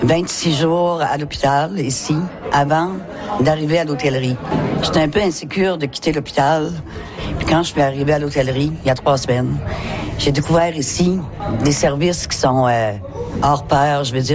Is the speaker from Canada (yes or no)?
yes; Quebec, Canada; Moi, je viens de la Gaspésie, j'ai rencontré des gens de la Côte-Nord, j'ai rencontré des gens de la Pocatière, du Nouveau-Brunswick, puis on a tissé des liens.